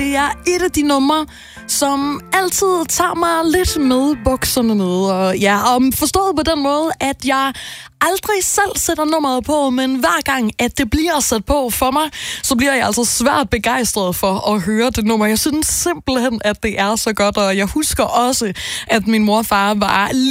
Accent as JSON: {"language": "Danish", "region": "Region of Southern Denmark", "country": "Denmark", "tie": "born or raised there", "said": "tilbage til mit barndomshjem i Sønderjylland"}